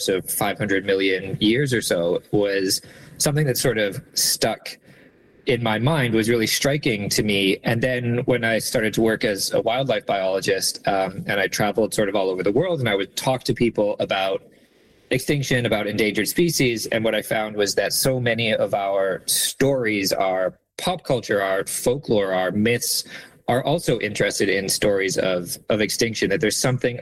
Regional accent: Calgary, Alberta, Canada; I grew up in Calgary, and I spent a lot of time in Drumheller trying to find dinosaur fossils.

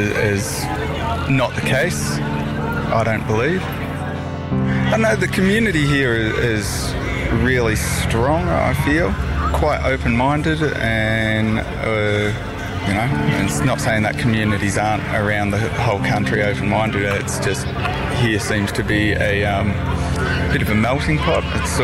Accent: Melbourne, Victoria, Australia; moved away as an adult; now in Alice Springs, Australia; I'm from Melbourne originally. What I like about living in Alice Springs is the duality of the culture here versus what I grew up

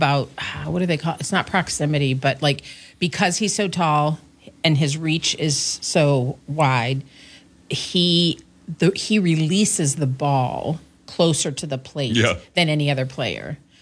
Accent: Pittsburgh, Pennsylvania, United States; moved away as an adult; now in Wisconsin, United States; I grew up in Pittsburgh.

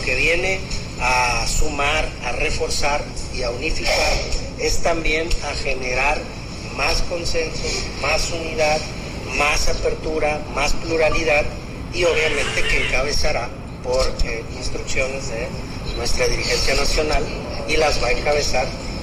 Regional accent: Acapulco, Guerrero, Mexico; los que somos de Acapulco

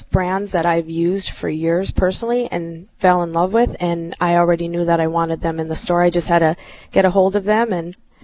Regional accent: Bismarck, North Dakota, United States; moved away as an adult; So I'm from Bismarck originally, and he's from Richardton, North Dakota, and we left in 1990. He joined the Navy, and we got married, and we were gone for 30 years.

